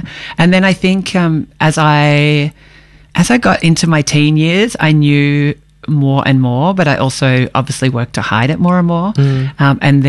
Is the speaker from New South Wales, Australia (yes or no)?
no; Melbourne, Victoria, Australia; I grew up in Melbourne, yeah, and I am 48. So I have had quite some time finding my way to who I am. But always been in Melbourne.